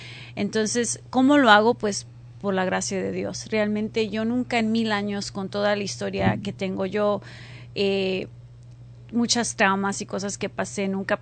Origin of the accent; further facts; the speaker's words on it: California, United States; yo nací en California, ahí crecí. Mi mamá llegó a este país cuando tenía como 15 años de Guadalajara. Mi abuelito era un farmer, era una persona que trabajaba en los files de Oxnard, California.